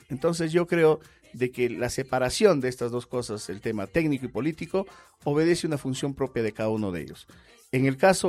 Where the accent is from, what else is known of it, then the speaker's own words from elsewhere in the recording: Huancayo, Junín, Peru; Soy de acá de Huancayo, soy exalumno isabelino, estudiante de la Universidad Peruana Los Andes. Mi familia se ha formado acá, mis amistades y toda mi vida la he hecho en Huancayo.